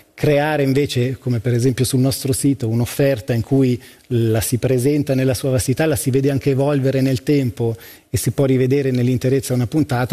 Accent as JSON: {"language": "Italian", "region": "Italian-speaking Switzerland", "country": "Switzerland"}